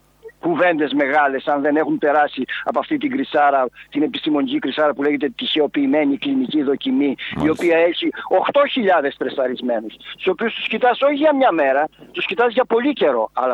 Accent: Kardamas, Western Greece, Greece; να πάω εγώ στο χωριό μου τον Καρδαμά να δουλέψω στο χτήμα μου

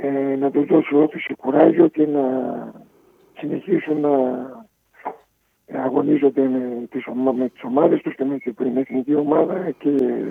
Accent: Patras, Western Greece, Greece; είμαστε από την Πάτρα για την καταγωγή

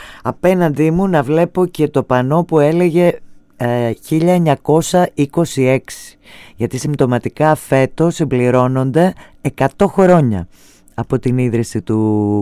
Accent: Thessaloniki, Central Macedonia, Greece; ενώ μεγάλωσα στην Τούμπα

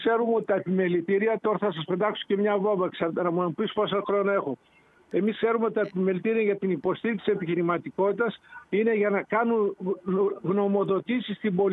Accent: Thessaloniki, Central Macedonia, Greece; born there; Εγώ είμαι, ξέρεις ότι γεννήθηκα στη Θεσσαλονίκη και τον περισσότερο μου χρόνο τον περνάω στη Θεσσαλονίκη.

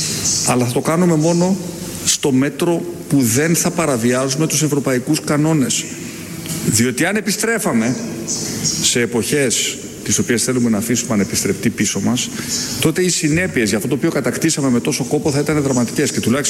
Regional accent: Greece; Αυτό δυστυχώς στην πατρίδα μου δεν έγινε

